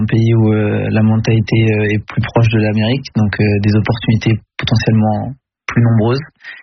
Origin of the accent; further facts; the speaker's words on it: France; qui nous ont mis une claque en tant que Français.